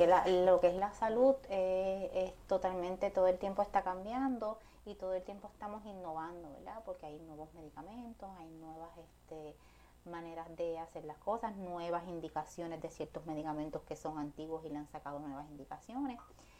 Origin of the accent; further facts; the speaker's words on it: Aibonito, Puerto Rico; now in San Juan metropolitan area, Puerto Rico; aquí pues hay bonito, este era el hospital nuestro, nosotros veníamos aquí a cada rato, jugábamos aquí en la parte de atrás de sala de emergencia, cuando eso todavía eran casas residenciales. Así que, pues, estaba encantada porque dije, voy a regresar a mi pueblo.